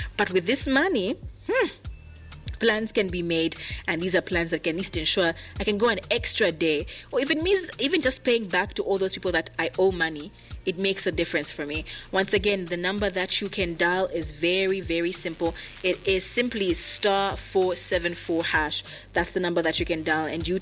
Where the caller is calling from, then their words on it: Zambia; I'm calling from Windbig, Zambia.